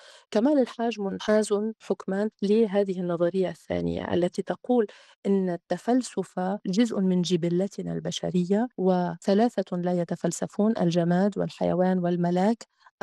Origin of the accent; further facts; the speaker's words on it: Lebanon; فبالتالي نحن عندما نتفلسف كلبنانيين ثمة لغة وثمة مجتمع وثمة لحظة تاريخية حاضرة جميعها في قلب تفلسفنا